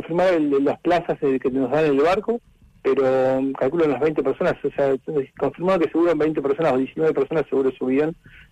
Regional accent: San Carlos de Bariloche, Río Negro, Argentina; yo soy Bariloche, yo me crié con naturaleza y me crié ahí en el ambiente

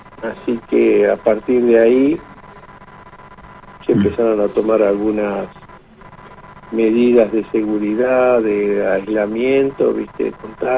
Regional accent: Carmen de Areco, Buenos Aires Province, Argentina; Carmen de Areco.

